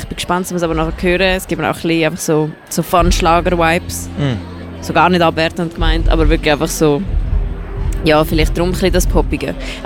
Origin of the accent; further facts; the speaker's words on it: Eastern Switzerland, Switzerland; ich komme aus Ostschweiz.